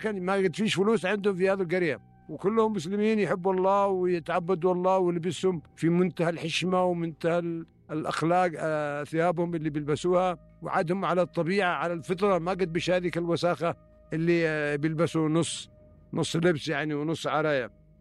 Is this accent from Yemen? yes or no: yes; Yemen